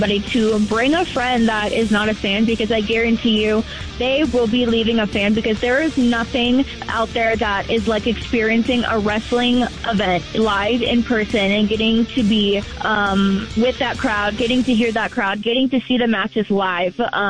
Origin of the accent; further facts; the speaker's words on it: Minneapolis, Minnesota, United States; It's my hometown.